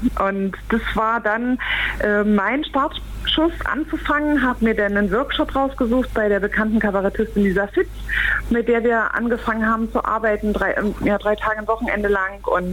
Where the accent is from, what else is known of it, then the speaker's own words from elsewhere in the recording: East Germany, Germany; Ich bin ein Kind des Ostens